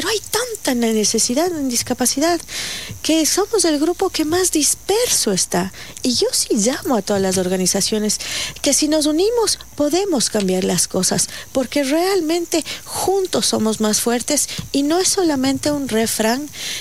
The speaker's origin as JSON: {"language": "Spanish", "town": "Quito", "region": "Pichincha", "country": "Ecuador", "said": "soy quiteña, pero ibarreña de corazón, no. Como verás, porque yo, bueno, mi familia sí es ibarreña, mi familia materna y paterna son ibarreños, y yo siempre quise nacer en Ibarra."}